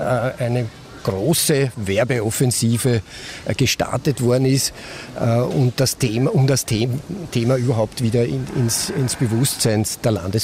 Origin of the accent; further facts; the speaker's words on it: Lower Austria, Austria; Ich komme ja aus dem Weinviertel, aus der Nähe von Wien